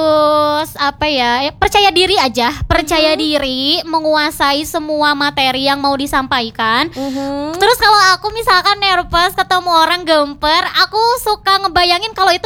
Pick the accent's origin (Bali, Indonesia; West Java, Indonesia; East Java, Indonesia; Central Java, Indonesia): West Java, Indonesia; Garut; karena kan aku asli Garut.